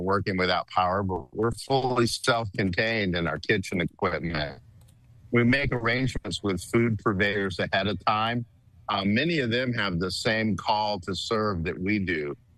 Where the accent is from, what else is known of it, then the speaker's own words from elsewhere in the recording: New Orleans, Louisiana, United States; moved away; New Orleans was my hometown. It's where I came up in the restaurant industry, Cajun roots.